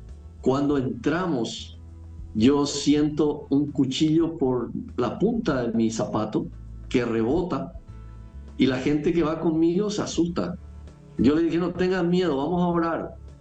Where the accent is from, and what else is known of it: Paraguay